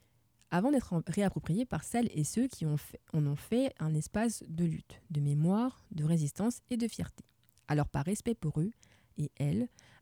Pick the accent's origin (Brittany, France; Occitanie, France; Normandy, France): Brittany, France; Rennes; also born or lived in Meulan, France; Il faut savoir que je suis franco-ivoirienne. Donc je suis née à Meulan, près des Mureaux. Et si je dois encore préciser, c'est en banlieue parisienne. Oui, la vanne est tentante parce qu'il est dans le 78, mais on va s'en passer. J'ai ensuite grandi à Rennes, ville antifa.